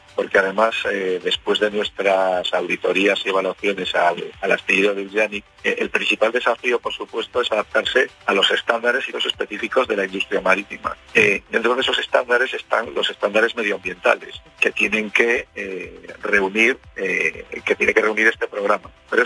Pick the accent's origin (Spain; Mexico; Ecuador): Spain; Ferrol, Galicia; de donde yo soy, de Ferrol